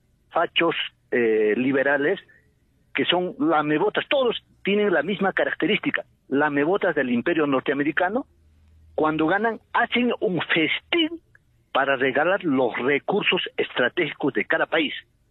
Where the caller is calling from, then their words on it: Juliaca, Puno, Peru; Me comunico de la ciudad de Juliaca.